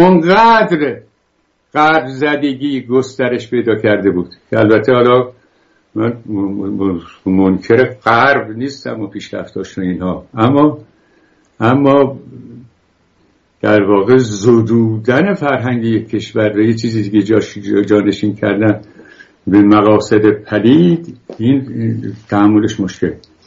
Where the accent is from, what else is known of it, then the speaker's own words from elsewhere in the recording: Iran; بله، گفتم لوری، چون من خودم بختیاری هستم که به کسی بر نخورم.